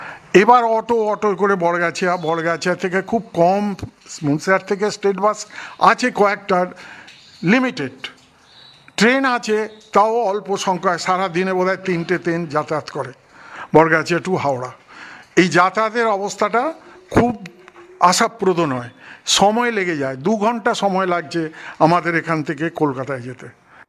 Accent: West Bengal, India; আমাদের গ্রামের মধ্যে, যেহেতু ছোটো খুব গ্রাম

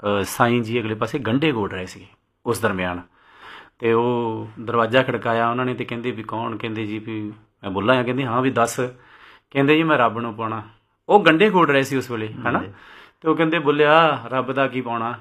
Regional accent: Punjab, India; born there; ਅਸੀਂ ਨਾ ਪੰਜਾਬ 'ਚ ਜੰਮੇ ਹਾਂ ਅਤੇ ਅਸੀਂ ਪੰਜਾਬੀ ਹਾਂ

